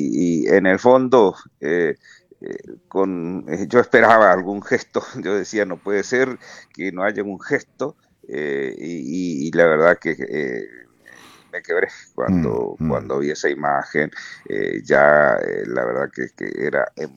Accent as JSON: {"language": "Spanish", "region": "Chaco", "country": "Argentina", "said": "soy chaqueño, pero por ese esquema que había antes de los sorteos y esas cosas para cumplir con el servicio militar obligatorio, bueno, me tocó el destino final en Montecaseros, Corrientes."}